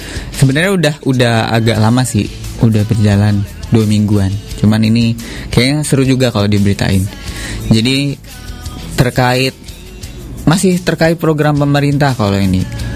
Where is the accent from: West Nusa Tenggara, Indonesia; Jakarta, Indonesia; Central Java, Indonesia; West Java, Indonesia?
West Java, Indonesia; Indramayu; kita sebagai warga Indramayu